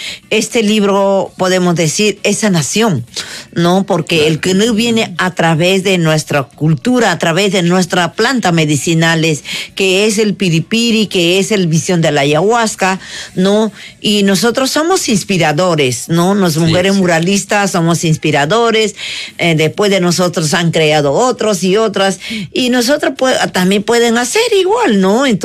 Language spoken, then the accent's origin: Spanish; Peru; now in Lima, Peru; somos peruanos. Yo me vestiré de otra forma o hablaré de otra forma, pero pertenezco a este capital de Lima, Perú